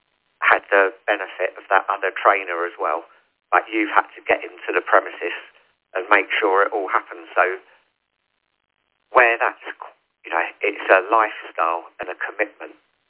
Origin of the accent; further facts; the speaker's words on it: Rossendale, North West England, United Kingdom; I'm from Rossendale, which is just on the outskirts of Burnley.